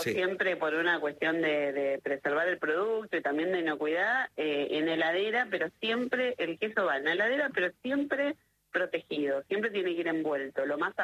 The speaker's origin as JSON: {"language": "Spanish", "country": "Argentina"}